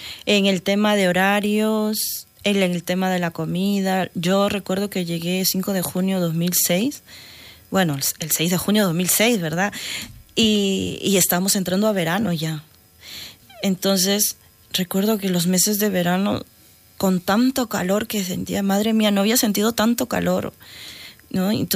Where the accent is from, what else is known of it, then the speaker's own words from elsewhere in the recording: Peru; now in Rubí, Spain; Porque yo, claro, en mi país yo soy, para Perú, yo soy cruda, soy blanca, pero aquí no lo soy. Aquí soy una morena, como suelen decir, ¿no?